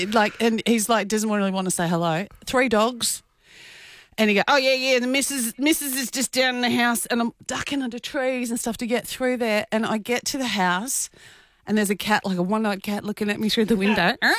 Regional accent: Queensland, Australia; Like, we're from Queensland

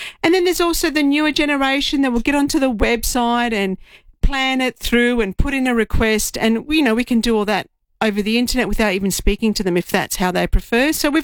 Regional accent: Australia; I'm an Aussie, but yeah. My parents are Greek.

